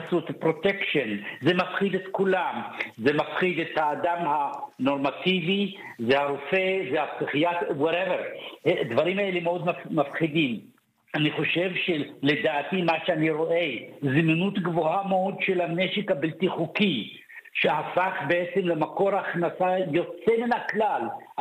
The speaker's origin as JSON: {"language": "Hebrew", "country": "Canada", "said": "אני למען הגילוי הנאות, אני גם קנדי"}